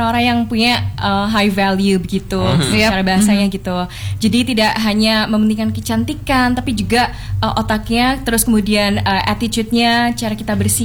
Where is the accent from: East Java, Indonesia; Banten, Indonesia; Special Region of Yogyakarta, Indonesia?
East Java, Indonesia; Trowulan; aku tuh kan dari kecil ya tumbuh di Trawulan. Jadi aku tuh tahu keseharian orang-orang itu bagaimana.